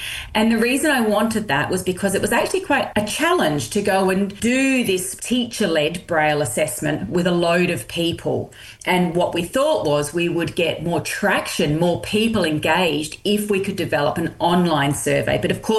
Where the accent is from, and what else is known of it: Adelaide, South Australia, Australia; born or raised there